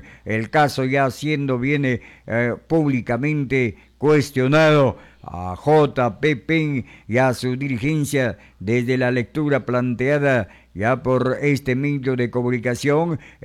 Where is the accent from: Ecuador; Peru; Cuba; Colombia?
Peru; nuestra presidenta de todos los peruanos